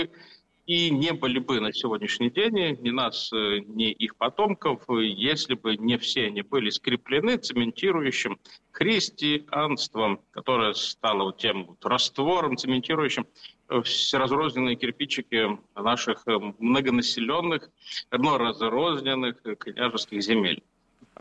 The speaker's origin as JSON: {"language": "Russian", "country": "Russia"}